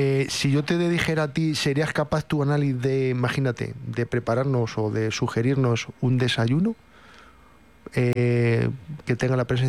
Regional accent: Spain; yo que soy español

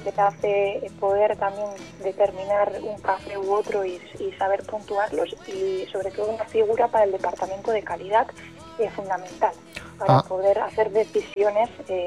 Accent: Vitoria-Gasteiz, Basque Country, Spain; moved away as an adult; also born or lived in Vancouver, Canada; Y posteriormente decidí volver a mis raíces, ¿no? A Vitoria, donde actualmente soy copropietaria en Dry Coffee Roaster

